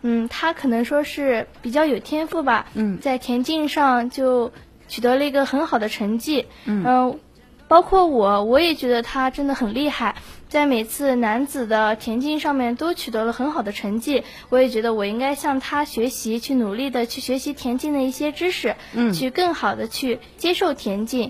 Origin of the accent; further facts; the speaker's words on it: China; now in Urumqi, China; 首先呢，作为中国人，我觉得我们应该练得一手好字。